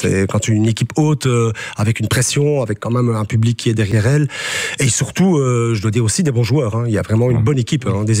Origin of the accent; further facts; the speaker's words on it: Belgium; un peu comme on pourrait étendre ça aux équipes de D2 de jeunes chez nous en Belgique.